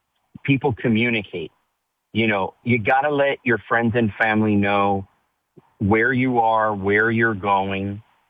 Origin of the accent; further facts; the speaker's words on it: Miami-Dade, Florida, United States; I grew up here in Miami-Dade.